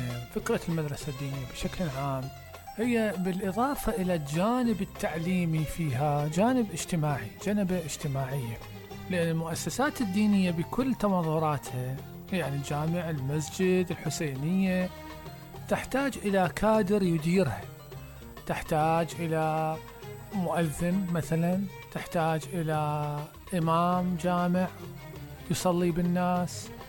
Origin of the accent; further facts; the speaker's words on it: Southern Iraq, Iraq; احنا عندنا بالجنوب